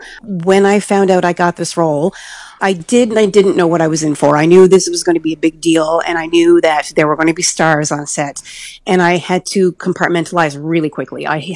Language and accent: English; Newfoundland and Labrador, Canada; accent: Newfoundland; talking about the Newfoundland dialect and where I was from and where my accent's from and stuff.